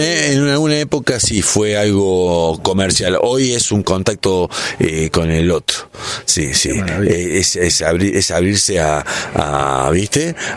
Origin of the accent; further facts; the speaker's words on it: Río Cuarto, Córdoba, Argentina; now in Merlo, Argentina; Mi pueblo natal, mi querido Río Cuarto.